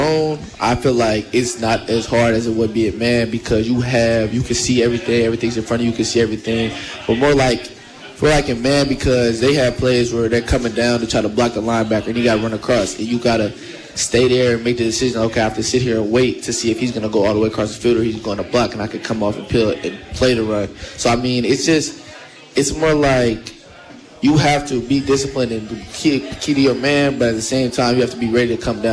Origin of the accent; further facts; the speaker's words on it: Oakland, California, United States; moved away as an adult; I came from Oakland Tech.